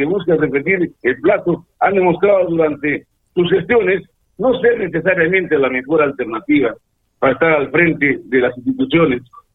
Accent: Arequipa, Peru

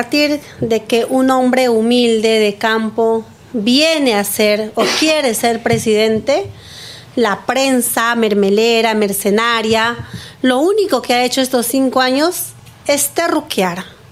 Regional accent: Huancavelica, Peru; moved away; Porque yo vengo de Huancavelica

